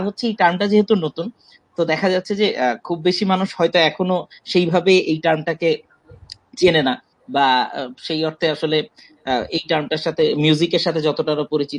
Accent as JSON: {"language": "Bangla", "country": "Bangladesh", "said": "আমি একজন Bangladeshi stand up comedian, I am proud to be a Bangladeshi"}